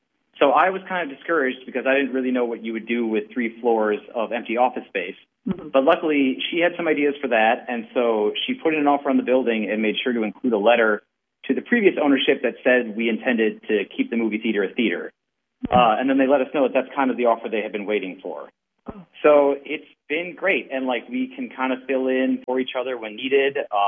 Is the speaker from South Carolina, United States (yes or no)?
no; La Crosse, Wisconsin, United States; I mean, so I grew up in La Crosse, and I grew up coming to this theater.